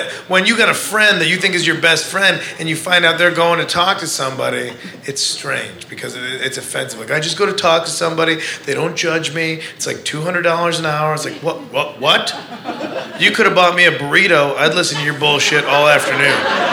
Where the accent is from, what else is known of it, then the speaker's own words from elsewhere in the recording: Midwest, United States; I'm from the Midwest, and so it's weird to come out here and find out that people go to casual therapy.